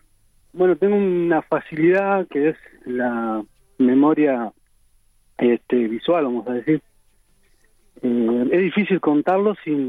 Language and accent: Spanish; Mercedes, Soriano, Uruguay; now in Montevideo, Uruguay; Yo estoy viviendo en Montevideo, pero soy de Mercedes.